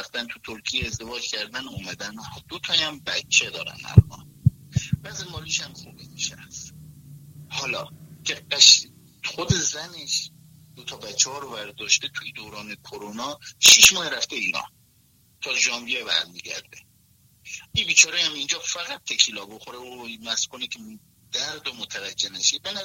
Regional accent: Iran; ازم شهر خودم در ایران پاپیچه من شدن بیا زن بگی، بیا زن واسهت پیدا کنیم، ولی دیگه میبینن که یه پا اون کشور یه پا اون کشور

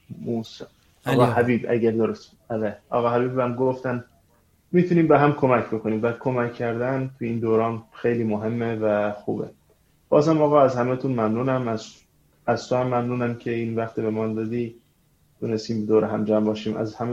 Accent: Iran; moved away; خب گذشته رفت، خیلی طولانی که دور از ایرانم.

